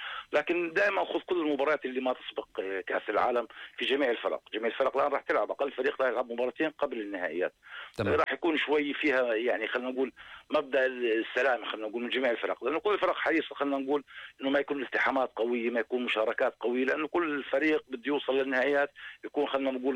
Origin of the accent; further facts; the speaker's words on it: Jordan; احنا كلنا جميعا يعني كاردنيين